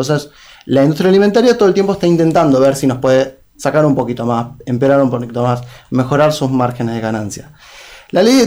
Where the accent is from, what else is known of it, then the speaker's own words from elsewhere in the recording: Chubut, Argentina; Yo soy de Chubut